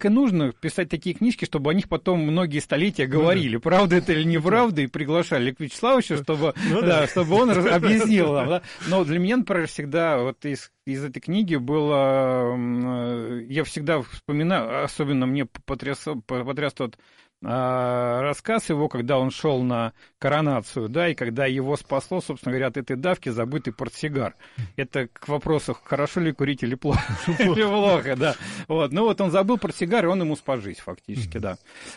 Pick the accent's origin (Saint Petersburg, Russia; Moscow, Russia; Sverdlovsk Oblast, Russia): Moscow, Russia; То есть, как бы, понятие коренного москвича для меня, как коренного москвича, не существует.